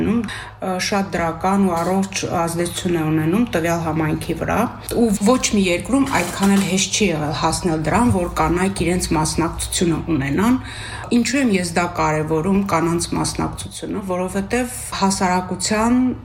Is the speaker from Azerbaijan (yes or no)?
yes; Sos, Nagorno-Karabakh, Azerbaijan; ծնվել ու մեծացել եմ Արցախի ամենասիրուն անկյուններից մեկում, Ամարաս վանքի մոտակայքում է մեր գյուղը, Սոս գյուղ, մինչև կրթություն ստանալս ապրել եմ գյուղում։